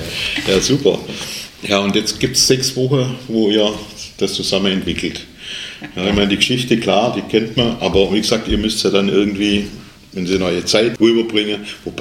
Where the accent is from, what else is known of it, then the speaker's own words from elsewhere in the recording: Albstadt, Baden-Württemberg, Germany; Aber ist doch klar, du meinst, allein, wo ich herkomme, Albstadt Ebinger, ja, tauscht mit Dinger zwei Orte weiter, die hast du nicht verstanden.